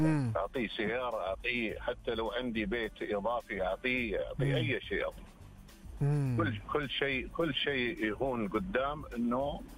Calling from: Jeddah, Makkah Province, Saudi Arabia

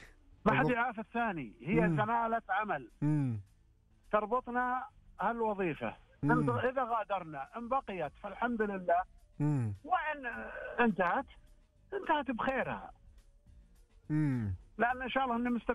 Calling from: Riyadh, Riyadh Province, Saudi Arabia

